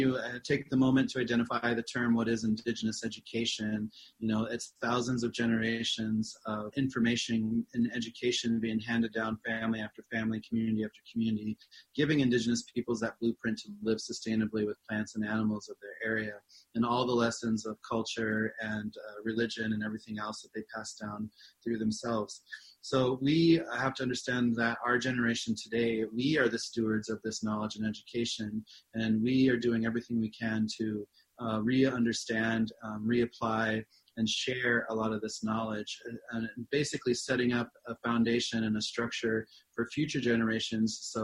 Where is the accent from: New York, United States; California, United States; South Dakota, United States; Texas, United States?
South Dakota, United States; So for my area where I grew up in South Dakota, you know, the Lakota, we were utilizing a lot of game meat.